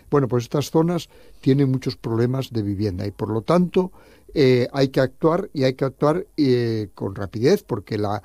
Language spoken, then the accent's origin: Spanish; Spain; los españoles somos